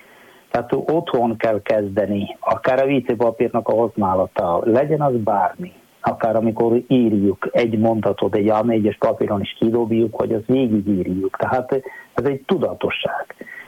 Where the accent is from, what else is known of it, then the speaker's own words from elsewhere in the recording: South India, India; Hungarian is a second language; moved away as an adult; now in Hungary; egyébként Dél-Indiából származom, már 23 éve vagyok itt, 24. évben vagyok.